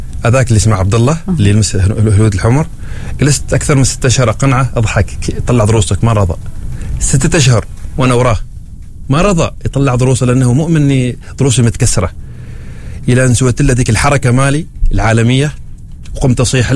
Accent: Oman

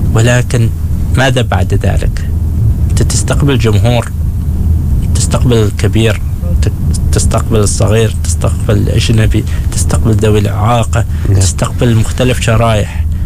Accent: Oman; نحن كعمانيين مفترض أن نسارع إليه نشوف إيش فيه، نفتخر بتاريخنا نفتخر بمنجزاتنا.

